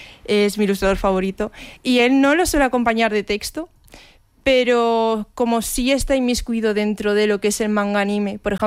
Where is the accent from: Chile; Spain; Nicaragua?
Spain; Asturias; soy de Asturias